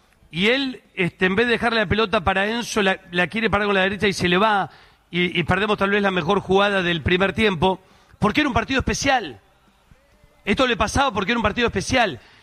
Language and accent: Spanish; Argentina; viste cómo somos los argentinos